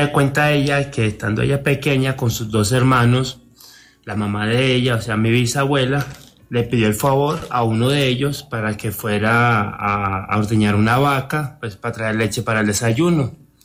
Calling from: Girardota, Antioquia, Colombia; Desde la ciudad de Girardot, Antioquia.

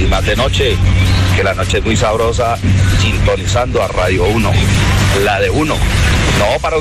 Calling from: Ibagué, Tolima, Colombia; Soy de la Gran Mancha Amarilla, los taxistas de acá, Ibagué.

